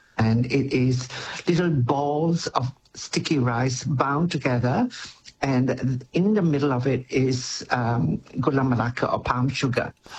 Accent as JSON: {"language": "English", "country": "Malaysia", "tie": "born or raised there", "said": "those are things that I can remember when I was eating growing up in Malaysia."}